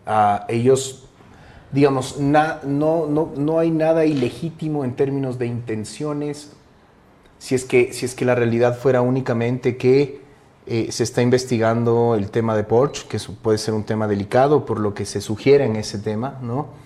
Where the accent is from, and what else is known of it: Ecuador